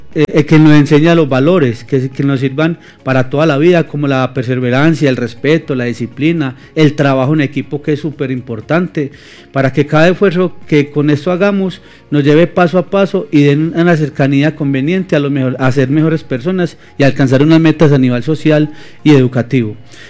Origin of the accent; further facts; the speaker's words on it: Gómez Plata, Antioquia, Colombia; yo vengo también de la zona norte, vengo del municipio de Gómez Plata.